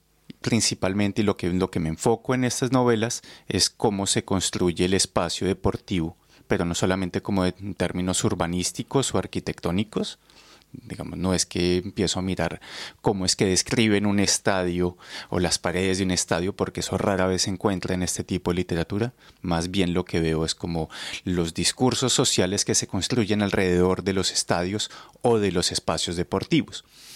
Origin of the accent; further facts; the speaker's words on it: Bogotá, Colombia; Y bueno, soy colombiano de Bogotá, y ya, eso es como lo primero que te puedo decir.